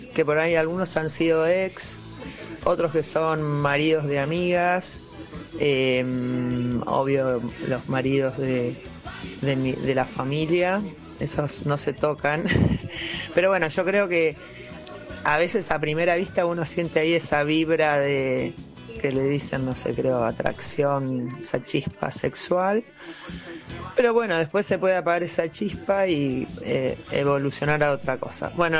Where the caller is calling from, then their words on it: Palermo, Buenos Aires, Argentina; de Palermo.